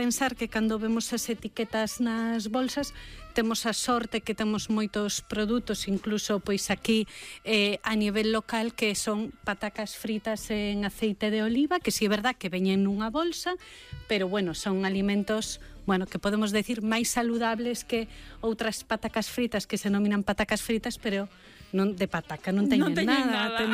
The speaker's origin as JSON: {"language": "Galician", "town": "Moeche", "region": "Galicia", "country": "Spain"}